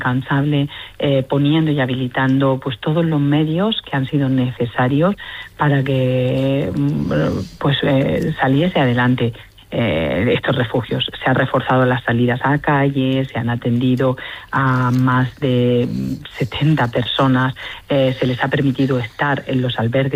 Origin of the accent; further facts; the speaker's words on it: Murcia, Region of Murcia, Spain; las personas que vivimos en Murcia, que somos murcianos...